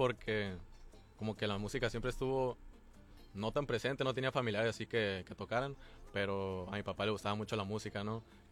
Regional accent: Tijuana, Baja California, Mexico; tengo 20 años, nacido y criado en Tijuana.

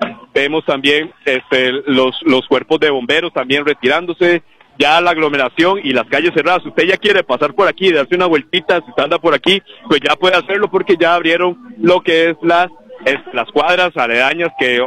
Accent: Costa Rica

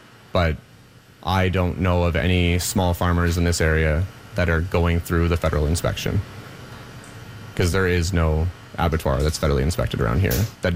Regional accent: Canada; Part of our ethos being Canadian, sustainable, local as much as possible does involve with being in Ottawa, in Gatineau, in a northern part of the country, we have to preserve for wintertime.

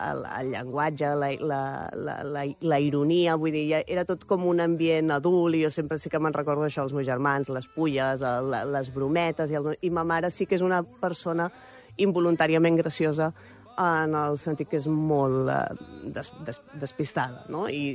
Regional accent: Mataró, Catalonia, Spain; Jo soc de Rocafonda, també, com el Lamin Yamal.

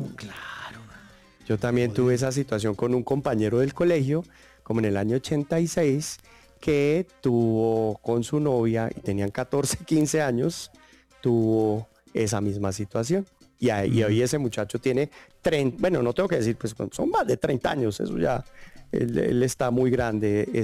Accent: Colombia; esta es la versión que más llega al alma y que más nos une, yo diría, como colombianos

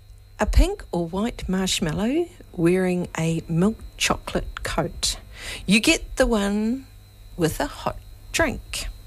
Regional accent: New Zealand; moved away as an adult; now in Australia; what did those of us from Aotearoa grow up on?

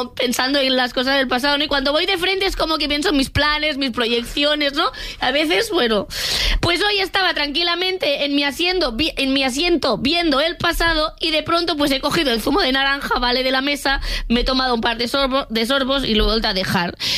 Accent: Catalonia, Spain; O sea, aparte que como modelo de negocio funciona mal porque tiene la mitad de asientos y como persona catalana esto me

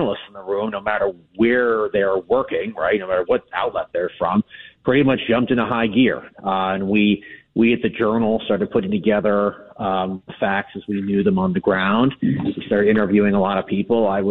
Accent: United States; I mean, as an American citizen, I guess I hope so.

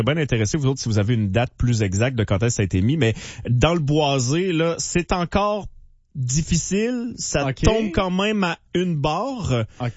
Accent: Nicolet, Quebec, Canada; moi, je viens de Nicolette

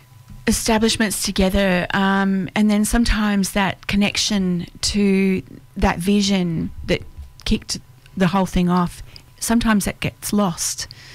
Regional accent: Sydney, New South Wales, Australia; also born or lived in Blue Mountains; now in Mystery Bay, Australia; Well, Richard and I both grew up in Sydney, but we sort of took off, both of us, pretty quickly. So I spent most of my younger years in the Blue Mountains.

